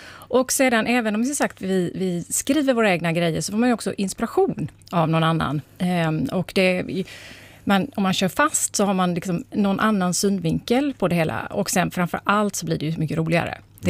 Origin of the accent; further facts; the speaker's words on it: Halmstad, Halland County, Sweden; jag är ju från Halmstad